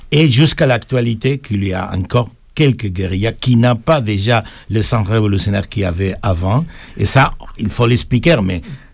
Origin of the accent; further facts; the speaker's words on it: Spain; accent: Spanish; now in Paris, France; Je suis espagnol